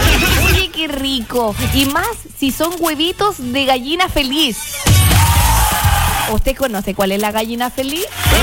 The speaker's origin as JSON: {"language": "Spanish", "town": "Curaco de Vélez", "region": "Los Lagos", "country": "Chile", "said": "saluda a Curaco de Vélez. Por supuesto que sí, mi tierra querida y hermosa. Mi tierra de molinos."}